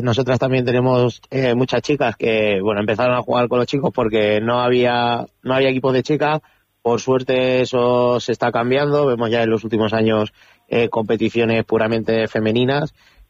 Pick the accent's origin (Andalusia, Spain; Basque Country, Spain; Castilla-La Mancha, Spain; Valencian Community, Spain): Castilla-La Mancha, Spain; Puertollano; Yo en Puerto Llano, bueno, soy de Puerto Llano, no tengo ninguna queja, he estado estudiando incluso en el Colegio Salesiano 18 años